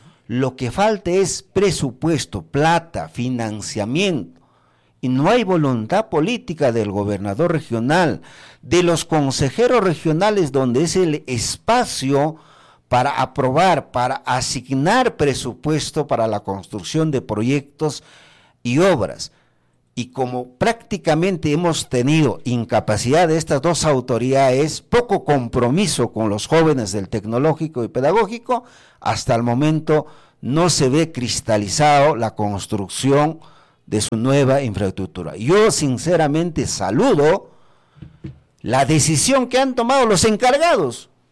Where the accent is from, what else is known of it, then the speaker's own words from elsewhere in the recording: Ayacucho, Peru; ¿No somos nosotros ayacuchanos?